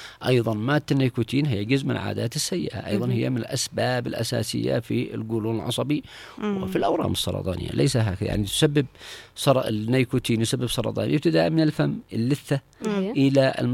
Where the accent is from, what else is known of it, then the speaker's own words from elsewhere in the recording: Yemen; النمط الحياتي عندنا في اليمن